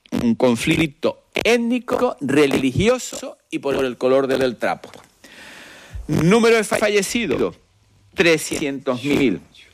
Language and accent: Spanish; Spain; soy muy español.